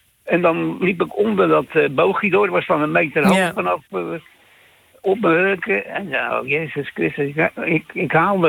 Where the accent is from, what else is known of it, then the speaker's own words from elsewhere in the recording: Schiedam, South Holland, Netherlands; ik ben in Schiedam geboren. Toen gingen we in de oorlog in Hendrik Ierwambach wonen. En toen weer terug naar Schiedam, naar de Brandersbuurt. Dat was een volksbuurt.